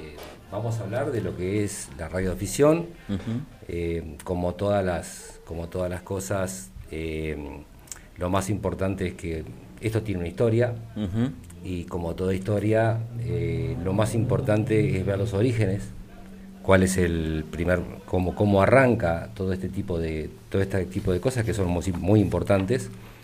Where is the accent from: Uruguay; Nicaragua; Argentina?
Uruguay; Maldonado; born there; En mi adolescencia, acá en Maldonado